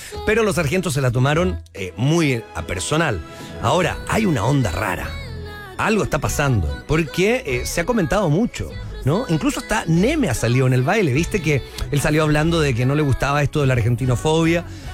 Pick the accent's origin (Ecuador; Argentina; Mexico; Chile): Chile; somos los chilenos